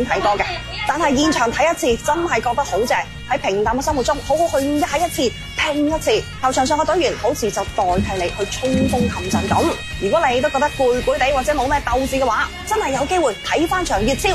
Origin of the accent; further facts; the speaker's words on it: Foshan, Guangdong, China; 我们佛山人